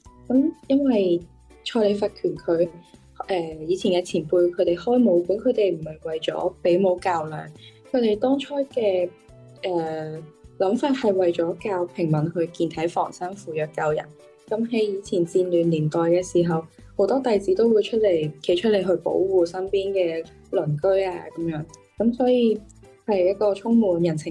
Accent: Hong Kong; 我系嚟自香港嘅实习生

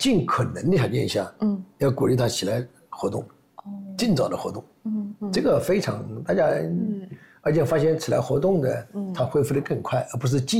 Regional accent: China; 这是我们中国人的常态，不知道在忙什么

